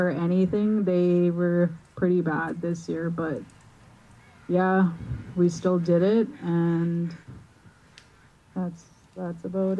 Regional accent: Lillooet, British Columbia, Canada; moved away as an adult; I moved back from my hometown, Lillooet.

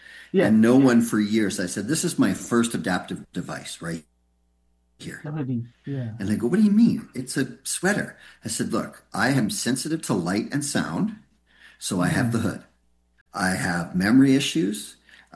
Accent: Alberta, Canada; now in Richmond, Canada; when I moved to Richmond. I'm from Alberta, so I didn't know Richmond at all.

